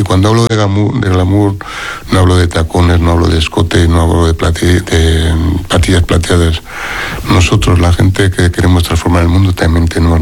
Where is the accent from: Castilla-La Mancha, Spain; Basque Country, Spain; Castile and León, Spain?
Basque Country, Spain; Barakaldo; en mi pueblo, que soy de Baracaldo